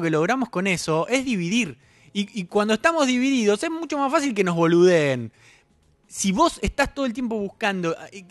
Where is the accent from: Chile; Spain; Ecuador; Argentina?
Argentina; lo sufrimos todos como argentinos en el Mundial.